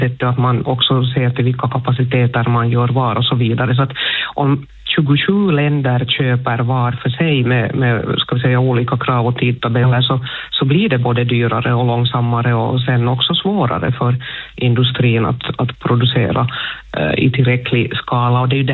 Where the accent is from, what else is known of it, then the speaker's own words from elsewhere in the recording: Finland; vi är två finländare